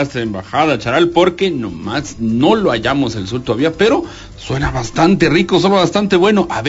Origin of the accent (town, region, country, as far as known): Chiapas, Mexico